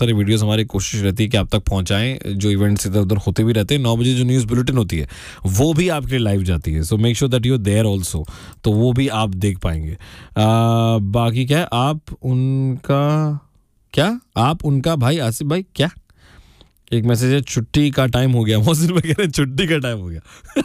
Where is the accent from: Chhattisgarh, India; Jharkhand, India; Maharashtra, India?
Maharashtra, India; Mumbai; मैं मुंबई से हूँ.